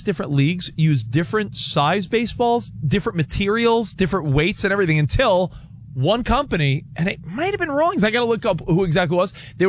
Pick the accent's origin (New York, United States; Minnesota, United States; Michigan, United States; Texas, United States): New York, United States; Like the Daily, we grew up in New York, the Daily News and Newsday